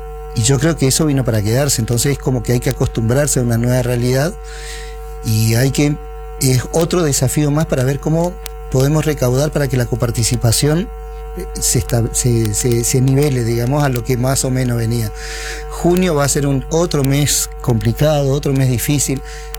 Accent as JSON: {"language": "Spanish", "town": "Curuzú Cuatiá", "region": "Corrientes", "country": "Argentina", "tie": "born or raised there", "moved": "as an adult", "lives_now": "Corrientes, Argentina", "said": "Yo soy de Curuzú, Cuatiá. Nacido, criado, malcriado en Curuzú."}